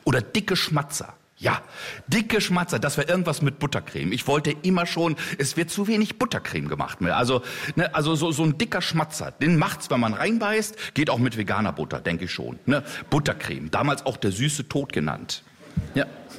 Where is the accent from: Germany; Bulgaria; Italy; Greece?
Germany; Osnabrück, Lower Saxony; in meiner Kindheit in Osnabrück.